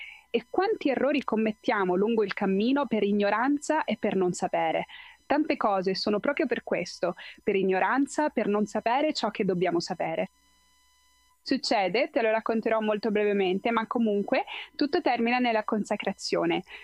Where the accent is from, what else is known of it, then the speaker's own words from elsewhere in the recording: Venezuela; io sono del Venezuela